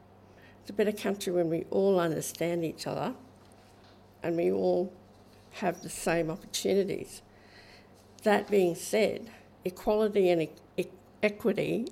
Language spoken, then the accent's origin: English; Geraldton, Western Australia, Australia; born there; also born or lived in Noongar country, Western Australia; Now, I'm not Yamaji, I come from Noongar country. But I was born here, so I'm a Yemiji in that way.